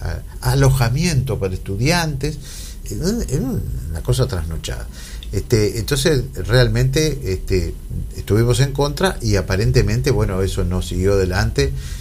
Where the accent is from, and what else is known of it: Uruguay